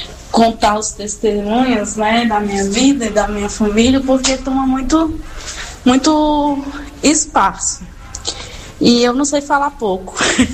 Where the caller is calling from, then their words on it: São Francisco, Minas Gerais, Brazil; lá na minha cidade, em São Francisco, Minas Gerais.